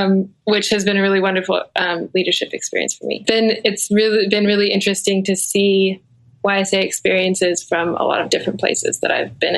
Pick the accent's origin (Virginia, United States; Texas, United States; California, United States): Virginia, United States; now in Washington, United States; I'm living in the DC area right now. And I grew up mostly here in Virginia, but have moved around quite a bit since college